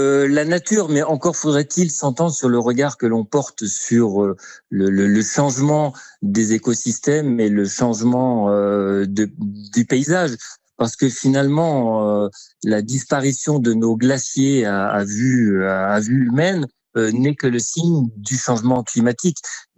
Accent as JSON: {"language": "French", "region": "Auvergne-Rhône-Alpes", "country": "France", "said": "chez nous, en Oisans"}